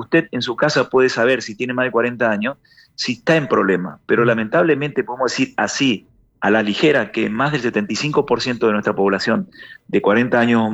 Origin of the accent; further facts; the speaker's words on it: General José de San Martín, Chaco, Argentina; yo era chico en mi pueblo, yo soy de Chaco de San Martín